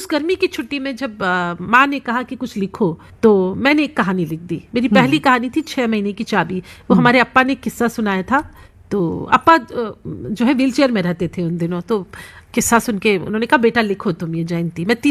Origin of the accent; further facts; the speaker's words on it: Bhilai, Chhattisgarh, India; also born or lived in Mumbai; now in Delhi, India; ये छत्तीसगढ़ में एक बहुत खूबसूरत सा शहर है जहां मेरी पैदाइश हुई, जहां मैं पली बड़ी। भिलाई स्टील प्लांट में मेरे अप्पा काम करते थे। मैं अप्पा कह रही हूँ तो सब सुनने वालों को पता लग ही गया होगा कि मैं दक्षिण भारती हूँ